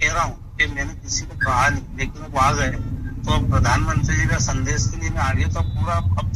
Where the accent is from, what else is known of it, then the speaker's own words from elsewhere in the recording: Madhya Pradesh, India; मैं गांव का परिवेश मंगरोला मतलब एक स्थान चिंतामन गणेश के पीछे उज्जैन से 4 किलोमीटर की दूरी पर